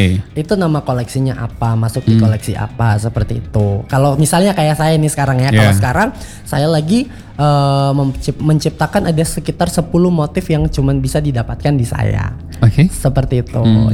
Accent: Central Sulawesi, Indonesia; Tapi ini memang dari daerah asal saya. Ya, dari daerah asal saya adalah asli anak suku Kaili Daa.

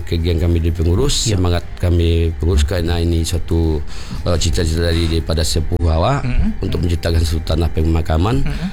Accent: West Sumatra, Indonesia; now in Jabodetabek, Indonesia

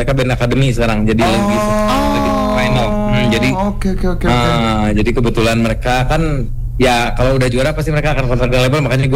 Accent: Bandung, West Java, Indonesia; Saya dari Bandung.

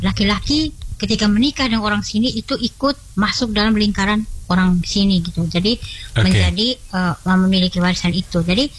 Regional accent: Nangaroro, East Nusa Tenggara, Indonesia; Nah setahu saya kalau biasanya kami orang Nangaroro itu itu perempuan ikut laki-laki

